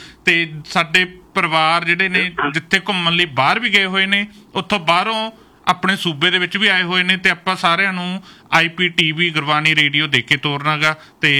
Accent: Barnala, Punjab, India; ਕਿਉਂਕਿ ਮੈਂ ਬਰਨਾਲੇ ਤੋਂ ਬਿਲੋਂਗ ਕਰਦਾ, ਮਾਲਵੇ ਤੋਂ ਬਿਲੋਂਗ ਕਰਦਾ

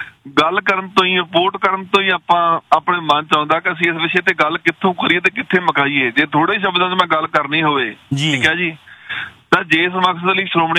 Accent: Canada

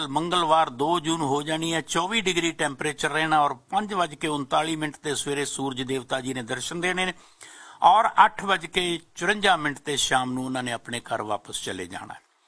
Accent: Punjab, India; moved away; ਕਿਉਂਕਿ ਅਸੀਂ ਪੰਜਾਬ ਤੋਂ ਆਏ ਹਾਂ ਅਤੇ 13,000-14,000 ਕਿਲੋਮੀਟਰ ਦੀ ਦੂਰੀ 'ਤੇ ਬੈਠੇ ਹਾਂ।

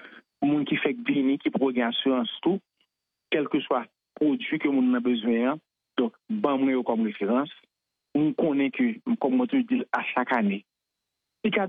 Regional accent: Haiti; now in Canada; En tant que haïtien, comme ta représenter nous parmi les meilleurs conseillers financiers du Québec.

